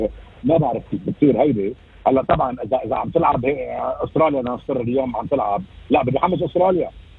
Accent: Lebanon; now in Australia; نحن ربينا ايام طفولتنا بلبنان

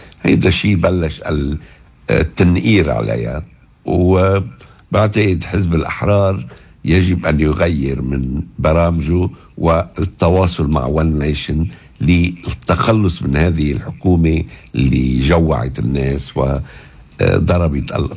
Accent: Lebanon; now in Australia; عندنا نحن بلبنان

